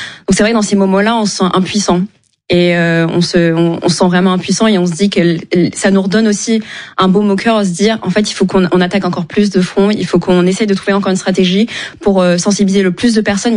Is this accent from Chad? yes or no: yes; Chad; Je suis tchadienne, bien sûr. Mais je n'ai pas la science infuse sur tous les territoires du Tchad